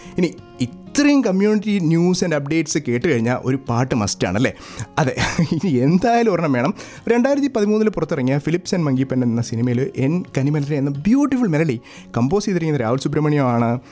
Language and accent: Malayalam; Thiruvananthapuram, Kerala, India; now in Scarborough, Canada; ഞാനൊരു ട്രിവാൻഡ്രംകാരനാണ്.